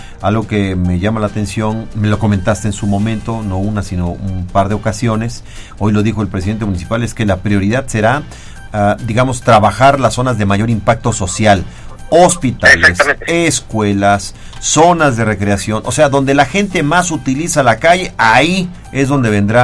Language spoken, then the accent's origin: Spanish; Puebla, Mexico; porque somos los mismos poblanos.